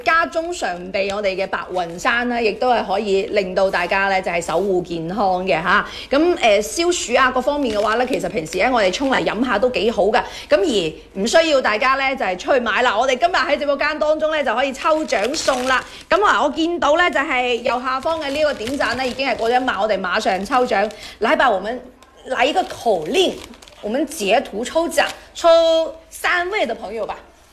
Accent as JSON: {"language": "Cantonese", "town": "Foshan", "region": "Guangdong", "country": "China"}